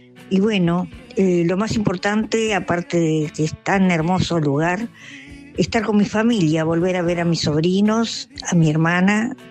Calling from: Buenos Aires, Argentina; de Chacarita.

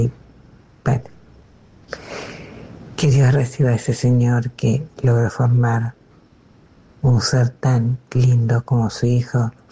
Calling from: Adrogué, Buenos Aires Province, Argentina; de Adroé.

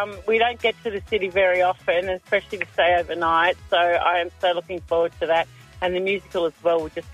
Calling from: Southern Highlands, New South Wales, Australia; The Southern Highlands.

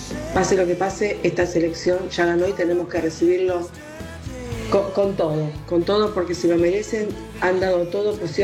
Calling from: Argentina; pero somos argentinos

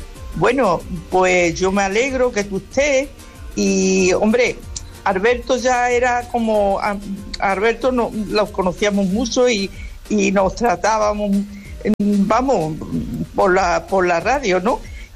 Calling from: Aracena, Andalusia, Spain; de Aracena, Huerva, donde está la Gruta de las Maravillas. Aracena es un pueblo maravilloso, precioso, muy bonito.

